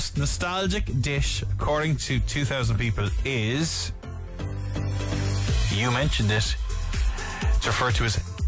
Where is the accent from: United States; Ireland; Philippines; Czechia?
Ireland; born or raised there